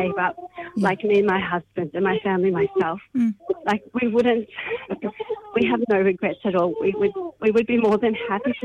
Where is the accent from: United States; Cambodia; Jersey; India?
Cambodia; I come from Cambodia and we wouldn't even thank carers.